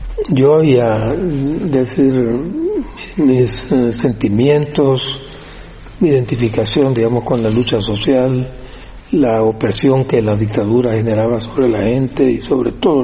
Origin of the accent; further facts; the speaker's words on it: El Salvador; yo me había educado en mi pueblo, un puerto, en instituciones públicas. Mi papá era médico también, entonces, digamos, tenía algunas comodidades y recursos que otra gente no tenía, sobre todo ahí en El Salvador.